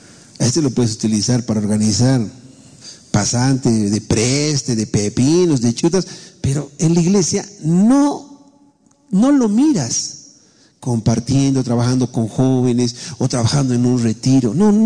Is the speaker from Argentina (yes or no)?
no; Bolivia; Es como nosotros, digamos, como cultura boliviana